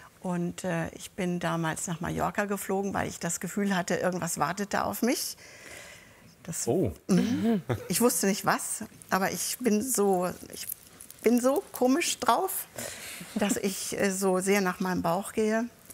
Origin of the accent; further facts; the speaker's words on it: Northern Germany, Germany; Wir sind ja als Norddeutsche manchmal ein bisschen zurückhaltender, nicht immer, aber sagt man uns ja auch nach.